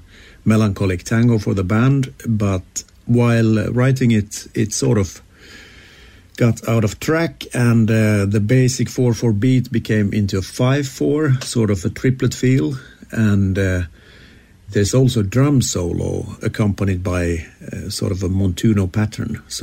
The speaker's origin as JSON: {"language": "English", "country": "Finland", "moved": "yes", "said": "I come originally from Finland, and tango is very big in Finland."}